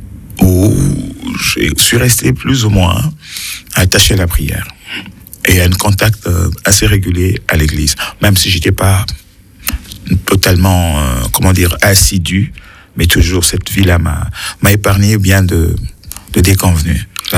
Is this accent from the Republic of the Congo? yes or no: yes; Republic of the Congo; born there; moved away; moi je suis né en Afrique, au Congo-Brazzaville